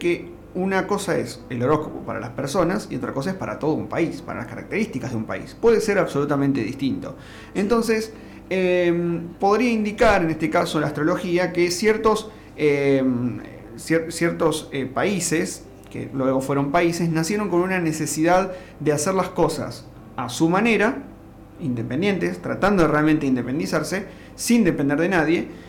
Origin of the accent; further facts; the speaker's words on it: Argentina; Aprovechando que somos argentinos